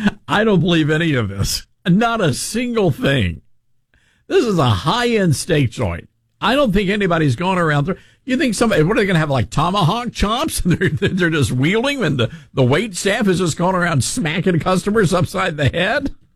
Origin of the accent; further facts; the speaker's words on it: United States; I'm Indian. Well, not the Indians with the Tonto. No, Native Indians? No, Native Americans.